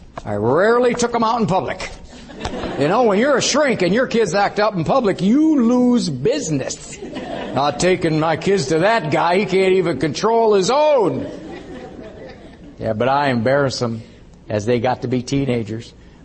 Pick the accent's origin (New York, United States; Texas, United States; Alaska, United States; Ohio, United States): Ohio, United States; Cleveland; Actually, I'm from Cleveland. And so Cleveland sports fans are 90% scar tissue. So we pretty much have to root for the Buckeyes.